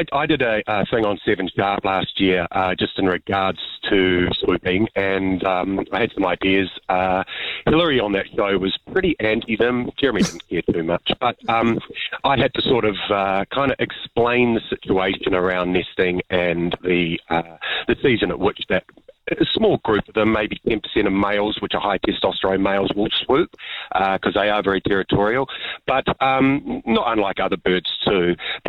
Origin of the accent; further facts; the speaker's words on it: Wellington, New Zealand; also born or lived in Australia; I grew up in Wellington, and I saw them hanging off a fence when I was a child